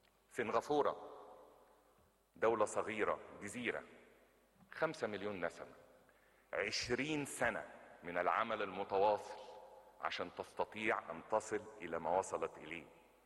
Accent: Egypt; كلنا كمصريين

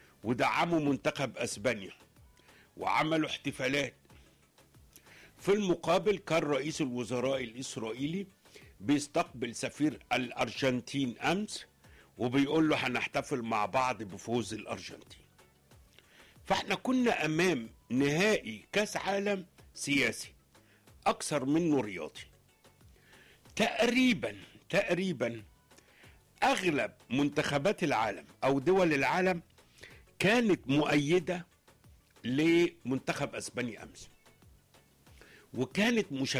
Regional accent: Egypt; فرحتي كمصري ان الارجنتين منتخبنا الوطني هو الوحيد اللي جاب فيهم 3 اهداف.

